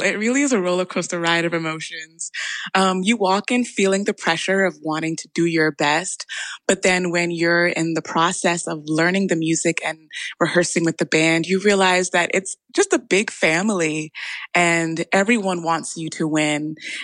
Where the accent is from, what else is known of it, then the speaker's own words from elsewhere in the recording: United States; also born or lived in Jamaica (family heritage); now in New York, United States; growing up in a Jamaican household and experiencing being an American from a different lens